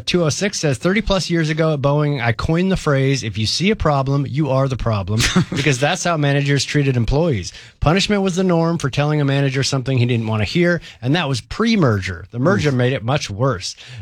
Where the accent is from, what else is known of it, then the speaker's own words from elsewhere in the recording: Seattle, Washington, United States; I was born and raised in Seattle and had a strong feeling about our aircraft building as I grew up.